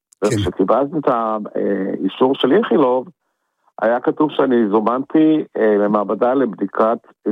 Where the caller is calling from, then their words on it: Ramat Gan, Tel Aviv District, Israel; אני מרמת גן, אני בן 68, אוטוטו 9.